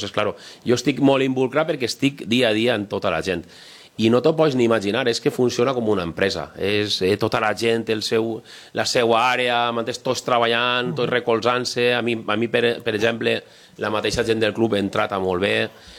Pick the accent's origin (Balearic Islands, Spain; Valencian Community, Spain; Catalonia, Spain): Valencian Community, Spain; Cocentaina; nosaltres, independentment de que som de Cocentaina, així en Alcoy és una barbaritat la gent que mos quidra